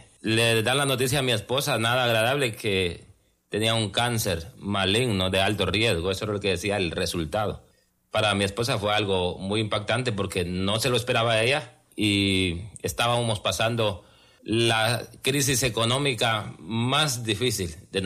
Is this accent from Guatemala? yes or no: yes; Guatemala; Soy guatemalteco de origen.